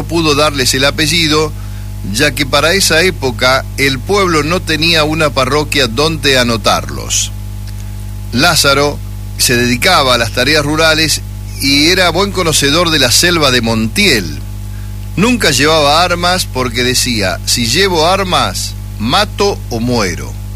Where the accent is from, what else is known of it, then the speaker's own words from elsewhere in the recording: 25 de Mayo, Buenos Aires Province, Argentina; moved away; hace mucho que no viajo a 25 de mayo, a mi pueblo.